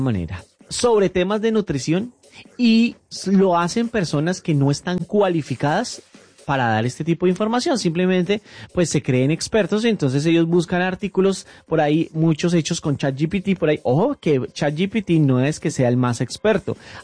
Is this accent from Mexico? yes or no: no; Colombia; soy colombiano, me encanta la buena música